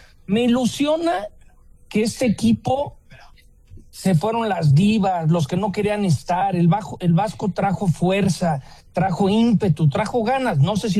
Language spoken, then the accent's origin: Spanish; Mexico; also born or lived in United States; Me anima porque quiero mucho a mi país, soy mexicano, aunque también soy americano, en que se vea un México diferente.